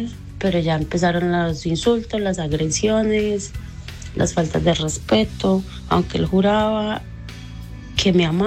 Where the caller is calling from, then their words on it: Medellín, Antioquia, Colombia; Soy de Medellín.